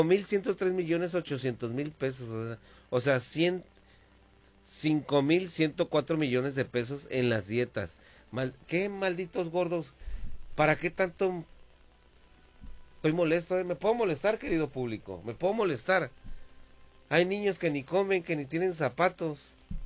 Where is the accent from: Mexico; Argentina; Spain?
Mexico